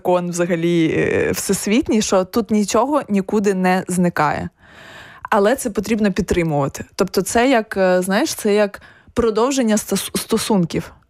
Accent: Kyiv, Ukraine; там в моєму рідному Києві знищено і продовжує нищитися така величезна кількість історичних споруд і пам'ятників

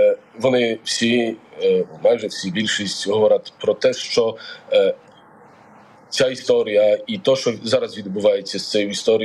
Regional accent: Poland; Я не зустрівся з поганою, з поганим ставленням до мене, як до поляка

